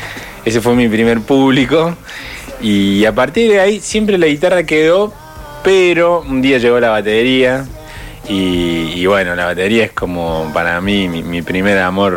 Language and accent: Spanish; Córdoba, Argentina; yo no soy de Puerto Rico, ¿viste? Claro. ¿De dónde soy? De Córdoba.